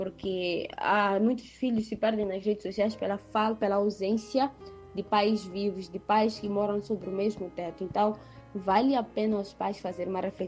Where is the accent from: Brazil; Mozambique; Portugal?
Mozambique; Nós crescíamos aqui no nosso país, por exemplo, aí estou a falar de Moçambique, que é onde eu conheço, nós crescíamos e crescemos até os 12, 13, 14 anos e até mais